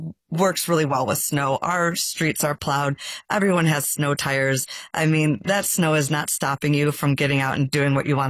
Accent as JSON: {"language": "English", "town": "Chicago", "region": "Illinois", "country": "United States", "tie": "born or raised there", "lives_now": "Houghton, United States", "said": "before living in Houghton, I grew up in Chicago. I was not a winter person"}